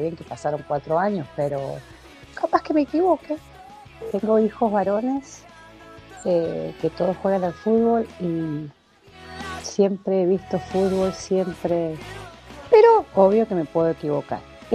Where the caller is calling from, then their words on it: Guaymallén, Mendoza, Argentina; de Bermejo, Guaymallén